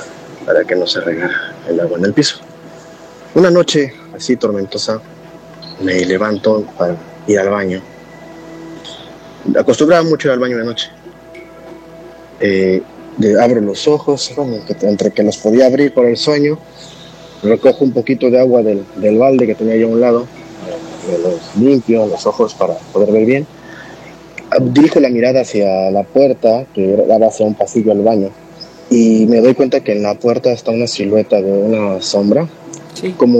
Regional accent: Veracruz, Mexico; Hola, Gina y Nacho. … soy de Veracruz.

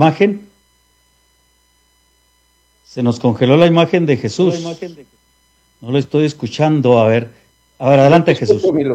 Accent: Mexico; now in United States; pues vivimos acá, pero somos gente de México

